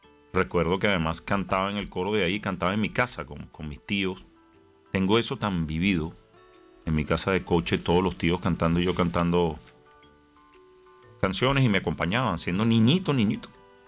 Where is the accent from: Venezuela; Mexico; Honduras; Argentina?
Venezuela; Y nosotros, pues yo como buen venezolano, pues amo la Navidad.